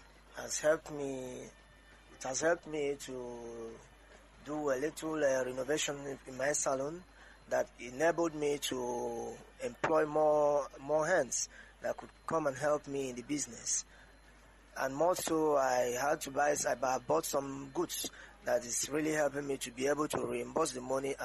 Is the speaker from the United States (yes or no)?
no; Nigeria; I as a Nigerian, I picked interest.